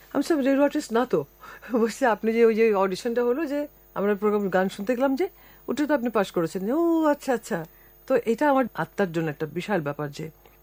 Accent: Bogura district, Rajshahi Division, Bangladesh; নানা সবার দেশ বগুড়া। তৎকালীন বগুড়ার মহকুমা ছিল জয়পুরহাট, যেটা এখন জেলা। আমাদের বাড়ি ওখানে, জন্ম হয়েছে আমার বগুড়া জেলায়। আব্বার চাকরির সুবাদে ওখানে থাকা, তো ওখানে আমার বড় হওয়া আর কি।

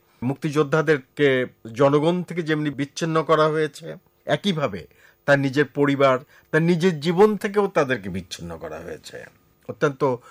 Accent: Rangpur, Rangpur Division, Bangladesh; born there; রংপুর শহরের আমাদের বাড়ি

